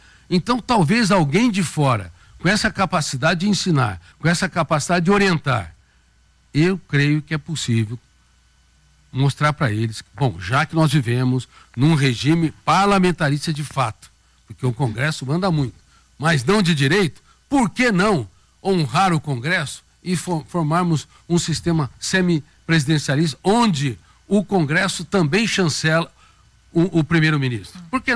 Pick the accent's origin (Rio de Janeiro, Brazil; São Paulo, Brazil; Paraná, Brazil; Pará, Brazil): São Paulo, Brazil; Colina; born there; na minha querida cidade, onde eu nasci, Colina.